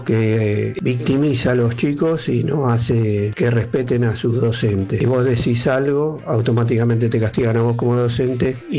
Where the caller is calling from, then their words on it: Buenos Aires Province, Argentina; acá en la provincia de Buenos Aires